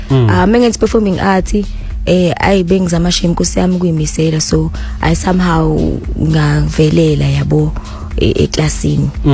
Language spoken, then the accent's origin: English; KwaZulu-Natal, South Africa; I'm from the South Coast, and I'm in the same Zumbe.